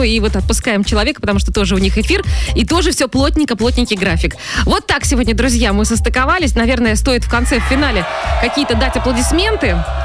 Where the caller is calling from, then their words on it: Vitebsk, Vitebsk Region, Belarus; Мы из Витебска шлем поздравления в Гродно. Всем гродненцам. Всем нашим родным, близким.